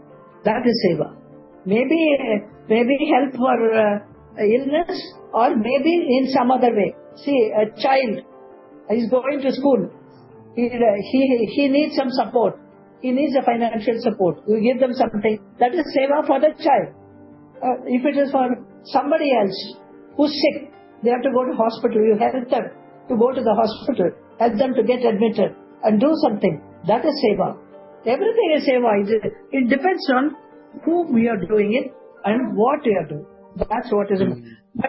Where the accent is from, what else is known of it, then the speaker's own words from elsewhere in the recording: India; India is my country. I love India. I am an Indian. I don't like to go out anywhere. I'd like to stay in India, help people in India, and I'm an Indian.